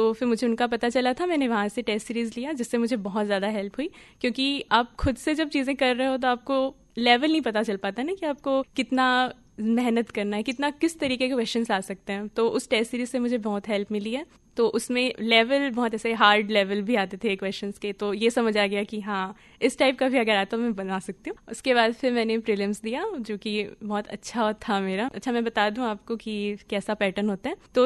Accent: Bastar, Chhattisgarh, India; मेरा जन्म यहाँ बस्तर में हुआ है। मेरा बचपन अगर मैं कहूँ तो डिमरापाल आश्रम में बीता है

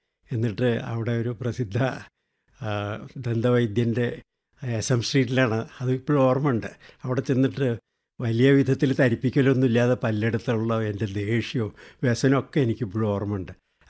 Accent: Perumudiyoor, Kerala, India; born there; ഞാൻ ജനിച്ചത് പട്ടാമ്പിക്കടുത്തുള്ള പെരുമുടിയൂർന്നുള്ള ഒരു കൊച്ചു ഗ്രാമത്തിലാണ്.

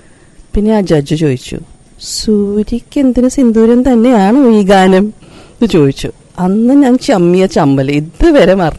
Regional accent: Madhya Pradesh, India; born there; Malayalam is a second language; എൻ്റെ അച്ഛൻ ആർമിയിലായിരുന്നു. അപ്പം ഞാൻ ജനിച്ചത് മധ്യപ്രദേശ്. പിന്നെ എല്ലാ രണ്ടു കൊല്ലം ആകുമ്പോൾ പുതിയൊരു സ്ഥലത്ത് പോകും, അങ്ങനെ കറങ്ങിക്കൊണ്ടിരിക്കും. ഇന്ത്യ മൊത്തം കറങ്ങിക്കൊണ്ടിരുന്നു.

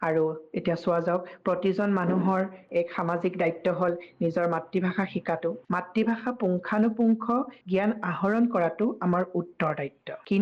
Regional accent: Assam, India; বিশ্বর আগত আমি কেনেদরে চিনাকি দিম যে আমি অসমীয়া। আর এই অসমীয়া বলে বিশ্ব সভাত চিনাকি দিবল হলে আমাক অসমীয়া ভাষা

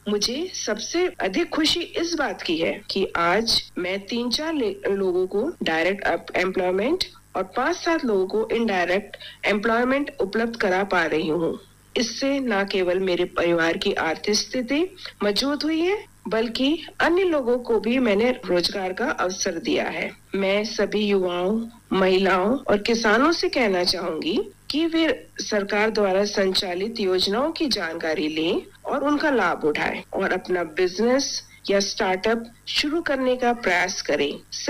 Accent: Bhopal, Madhya Pradesh, India; और मैं भोपाल मध्य प्रदेश की निवासी हूँ।

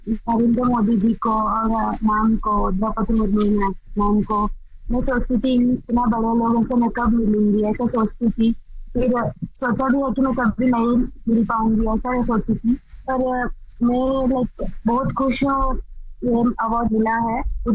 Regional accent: Andhra Pradesh, India; मैं आंध्र प्रदेश से हूँ

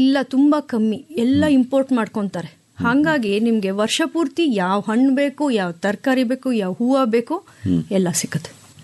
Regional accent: Mysore, Karnataka, India; moved away as an adult; also born or lived in Singapore; ಇಲ್ಲೇ ಮೈಸೂರಲ್ಲಿ ಹುಟ್ಟಿ ಬೆಳೆದಿದ್ದು.

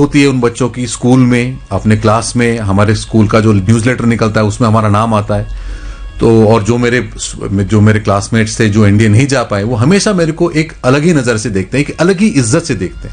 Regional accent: Jatu Lohari, Haryana, India; और मैं वैसे हरियाणा का रहने वाला हूँ, हमारा मेरा गांव है जाटू लोहारी भिवानी में।

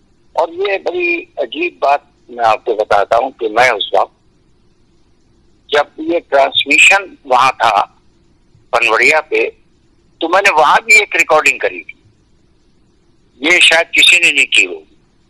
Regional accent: Rampur, Uttar Pradesh, India

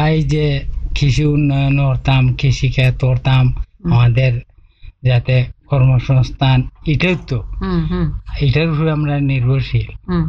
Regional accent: Gokulnagar, Bangladesh; born there; হ্যাঁ, আমার তো জন্মসূত্রে এইখানে

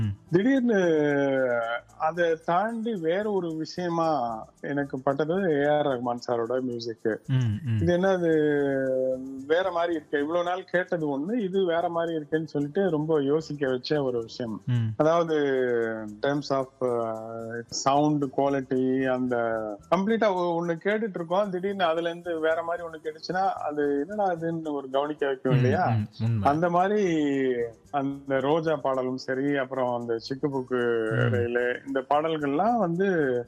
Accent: Salem, Tamil Nadu, India; moved away as an adult; now in Chennai, India; நான் வந்து சேலம், என்னோட நேட்டிவ் சேலத்துல, இதுல அம்மாபேட்டைன்றோம் இல்லையா, அந்த இடத்துலதான் என்னோட நேட்டிவ். அதுக்கப்புறம் தான் சென்னை வந்தேன்.

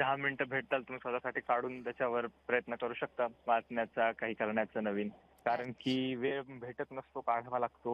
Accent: Parbhani, Maharashtra, India; also born or lived in Tamil Nadu; now in Noida, India; मूळचा परभणीचा.

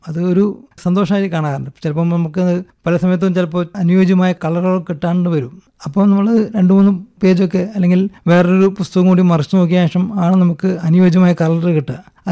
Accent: Kozhikode, Kerala, India; എൻ്റെ പിതാവ് … saint Joseph സ്കൂളിലെ അധ്യാപകനായിട്ടാണ് ഇവിടെ ഞാൻ കോഴിക്കോട് വന്നത്. അപ്പോൾ ഞാൻ 1 മുതൽ കോഴിക്കോട്ടുകാരനാണ്.

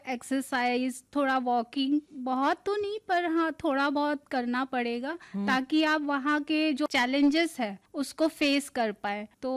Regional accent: Chhattisgarh, India; हम तो छत्तीसगढ़ से हैं और वहाँ का क्लाइमेट अलग है

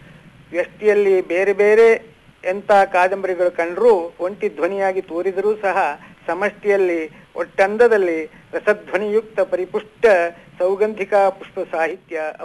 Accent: Kumta, Karnataka, India; ನಮ್ಮ ಊರು ಕುಮಟಾ ಹೊಲನಗದ್ದೆ ಅಂತೇಳಿ, ಕುಮಟಾ ತಾಲೂಕು, ಉತ್ತರ ಕನ್ನಡ ಜಿಲ್ಲೆ.

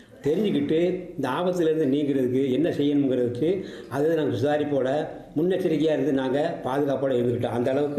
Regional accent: Tamil Nadu, India; born there; நான் ரோவில்பட்டி என்ற கிராமத்தில் 1950 பிறந்தேன்.

